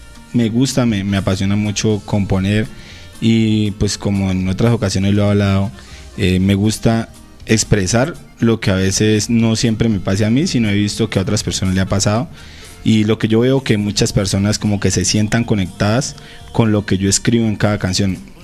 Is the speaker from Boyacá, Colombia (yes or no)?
yes; Soatá, Boyacá, Colombia; Yo vengo del norte de Boyacá, un municipio llamado Soatá, Boyacá, la ciudad datilera de Colombia.